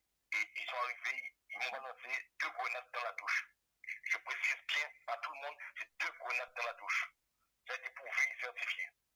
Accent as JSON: {"language": "French", "region": "Guadeloupe", "country": "France", "moved": "yes", "said": "moi, je suis un Guadeloupéen, et j'ai le mental, et la force de tenir malgré tout. Même si c'est dur, mais je sais qu'un jour, tout ça va se terminer, et puis je rentrerai chez moi en Guadeloupe"}